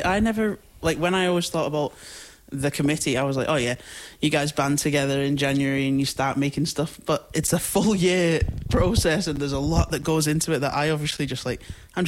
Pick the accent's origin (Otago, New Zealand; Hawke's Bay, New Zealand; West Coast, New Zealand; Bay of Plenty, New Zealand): West Coast, New Zealand; moved away; I grew up on the West Coast, being queer